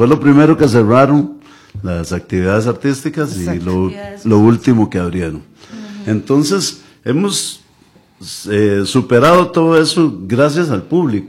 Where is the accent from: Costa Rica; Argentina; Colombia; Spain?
Costa Rica